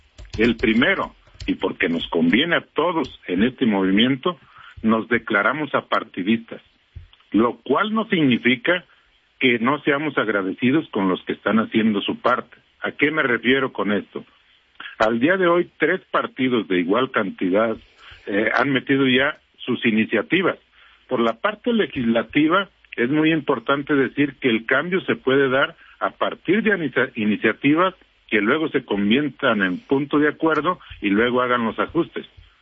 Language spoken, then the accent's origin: Spanish; Mexico; pero como mexicanos, como afectados en este caso, nosotros sí lo vamos a estar promoviendo.